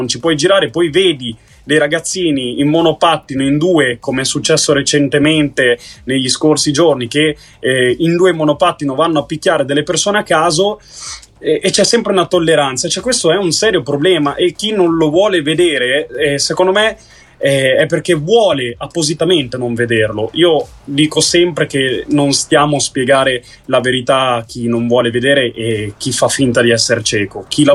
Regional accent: Reggio Emilia, Emilia-Romagna, Italy; perché io sono di Reggio Emilia

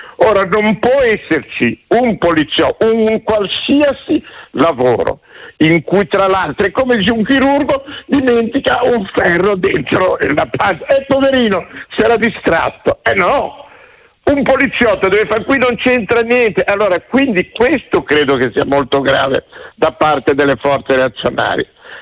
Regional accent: Genoa, Liguria, Italy; io sono genovese e c'ho la casa che mi ha lasciato mia mamma.

